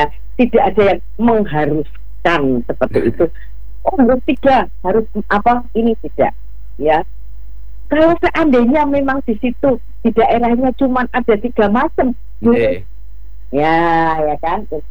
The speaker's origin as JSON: {"language": "Indonesian", "region": "Java", "country": "Indonesia", "said": "Bureh kalau kita orang Jawa itu kan diburehkan ya, ditaruh di badan, diburehkan gitu."}